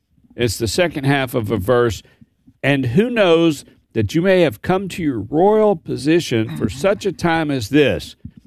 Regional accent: Owensboro, Kentucky, United States; Not really far. I'm from Owensboro.

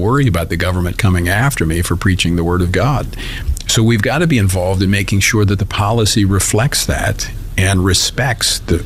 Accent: Louisiana, United States; I've been through a number of natural disasters in my home state of Louisiana in different capacities as a pastor of a church, in the legislatures, in law enforcement.

